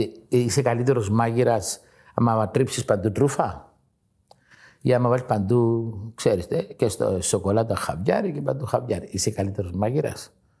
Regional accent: Greece; Και ένα πρόβλημα που είχαμε εμείς σαν Έλληνες που δεν το ξέραμε το μουσχάρι.

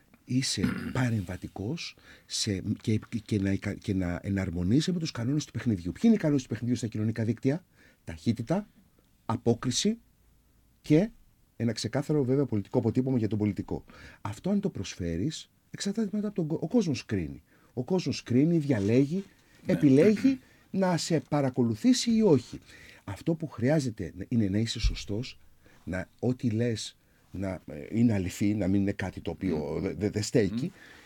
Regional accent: Heraklion, Crete, Greece; σαν πόλη, σαν Ηρακλειώτες

